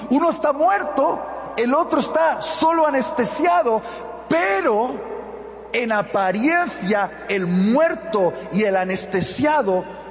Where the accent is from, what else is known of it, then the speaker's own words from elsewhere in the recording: Spain; Os lo pido como español